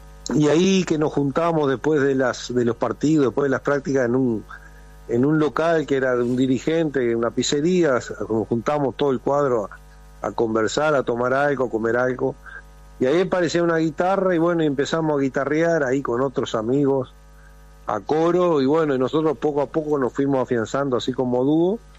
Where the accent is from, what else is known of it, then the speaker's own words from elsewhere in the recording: Rocha, Uruguay; nosotros somos de Rocha.